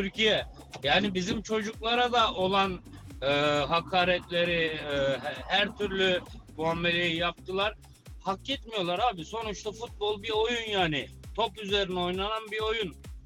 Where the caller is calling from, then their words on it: Berlin, Germany; ben Berlin'den.